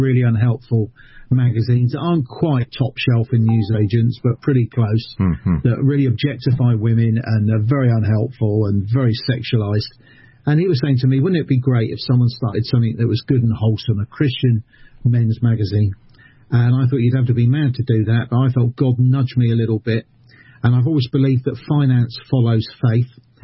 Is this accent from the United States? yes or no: no; South East England, United Kingdom; I explained I was from London. Well, I'm not from London, I'm from the South Coast, but you say London